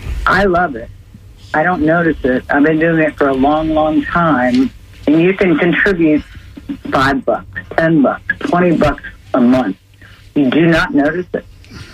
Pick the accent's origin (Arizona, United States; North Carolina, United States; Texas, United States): Arizona, United States; Tucson; I moved here from Tucson, Arizona, and I thought, what have I done?